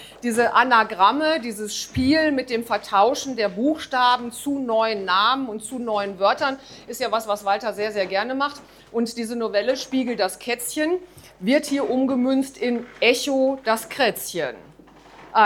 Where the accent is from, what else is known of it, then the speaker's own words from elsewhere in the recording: North Rhine-Westphalia, Germany; ich bin gebürtig aus dem Sauerland, das ist so eine Waldgegend in Nordrhein-Westfalen